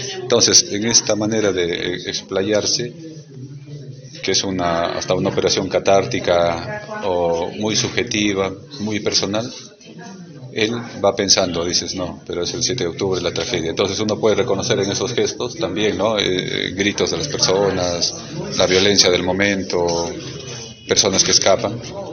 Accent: Peru; nosotros como peruanos

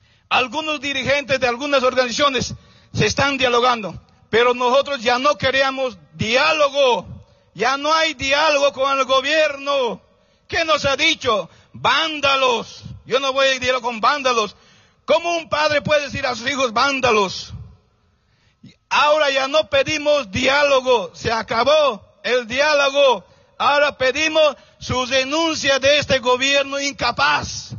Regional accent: Bolivia; somos bolivianos y nuestro deber es defender nuestro país

